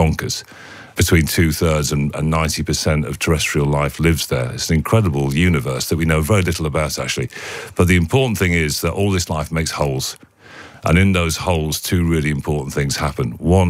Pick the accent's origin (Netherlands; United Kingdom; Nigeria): United Kingdom; Barnsley, Yorkshire and the Humber; I'm from Barnsley, and I grew up in Barnsley when the mines were just about still open.